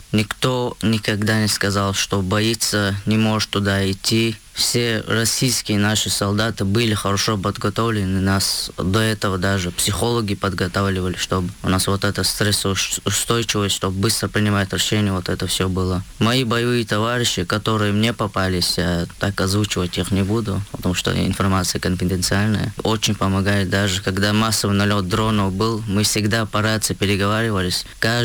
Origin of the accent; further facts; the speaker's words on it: Shuani, Chechen Republic, Russia; После завершения службы я приехал в родное село Шуани, еще оно называется.